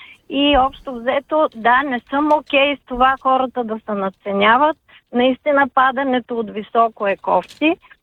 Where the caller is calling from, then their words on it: Sofia, Sofia City, Bulgaria; от София.